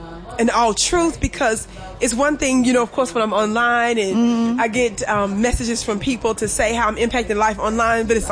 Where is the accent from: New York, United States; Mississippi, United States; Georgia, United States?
Mississippi, United States; I was born and raised in Mississippi.